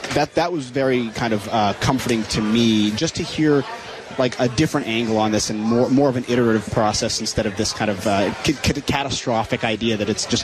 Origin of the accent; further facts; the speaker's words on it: Vancouver, British Columbia, Canada; moved away; It's really when I grew up in Canada. I'm from Vancouver, Canada.